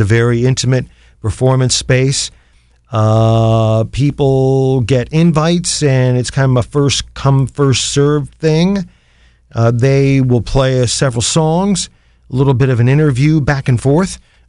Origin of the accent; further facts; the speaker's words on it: Canton, Ohio, United States; Non-commercial public radio for Akron and my hometown of Canton, the Hall of Fame City, at 91.3 FM.